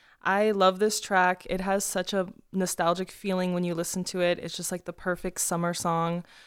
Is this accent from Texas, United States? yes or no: yes; Austin, Texas, United States; I am from Austin, yes.